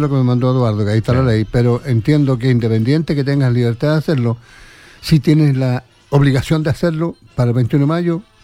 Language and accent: Spanish; Chile; Somos chilenos y como tal tenemos que respetar lo nuestro.